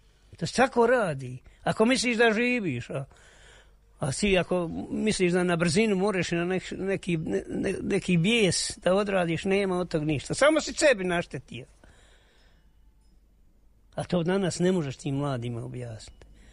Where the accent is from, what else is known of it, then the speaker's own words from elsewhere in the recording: Konjic, Federation of Bosnia and Herzegovina, Bosnia & Herzegovina; moved away as an adult; now in Višegrad, Bosnia & Herzegovina; 20.000 je nas izbjeglica došlo u Višegrad. 95. 20.000. U tih 20.000 sad nema petlja stanovnika. I ja sam došao iz Konjica. Iz Hercegovine.